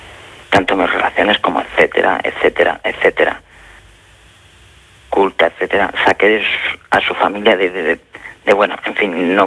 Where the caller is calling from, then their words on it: Barcelona, Catalonia, Spain; Yo soy una persona de Barcelona.